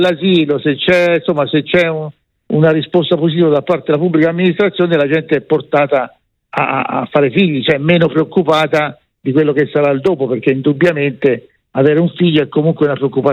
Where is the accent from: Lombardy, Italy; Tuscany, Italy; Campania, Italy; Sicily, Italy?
Tuscany, Italy; Monte Argentario